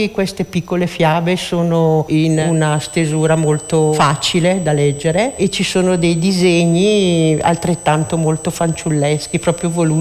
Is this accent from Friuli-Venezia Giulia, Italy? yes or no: no; Monte Isola, Lombardy, Italy; Da Brescia, provincia di Brescia, l'isola di Montisola, Lago d'Iseo.